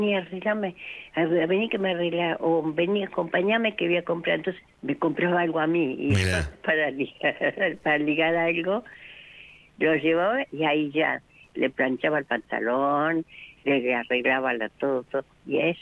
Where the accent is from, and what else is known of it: San Martín, Argentina